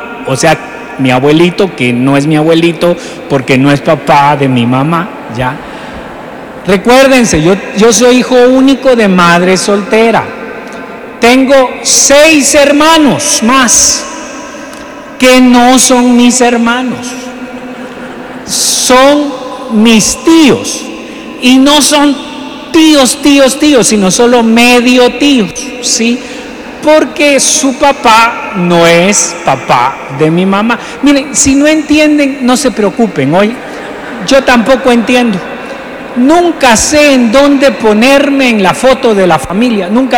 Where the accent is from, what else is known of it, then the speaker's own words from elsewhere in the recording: Guatemala City, Guatemala Department, Guatemala; Yo vengo de la ciudad de Guatemala